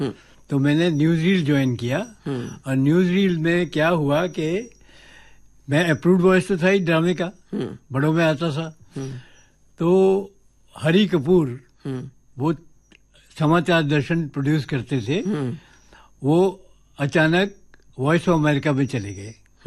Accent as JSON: {"language": "Hindi", "region": "Delhi", "country": "India", "tie": "born or raised there", "said": "मैं श्रद्धा जी, मैं दिल्ली का रहने वाला हूँ. दिल्ली में एजुकेशन हुआ"}